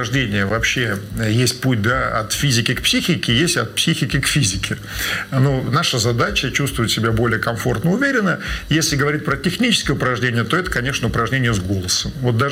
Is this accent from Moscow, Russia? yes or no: yes; Moscow, Russia; born there; мне 17 лет, я родился в Москве.